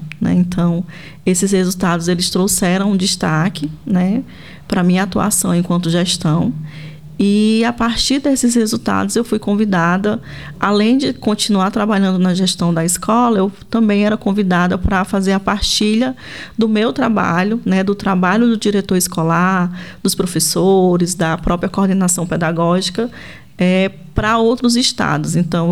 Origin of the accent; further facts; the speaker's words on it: Sobral, Ceará, Brazil; diferente de Pinhal, a cidade de onde eu vim, que é Sobral, o município ele contempla desde a educação infantil até o Fundamental 2.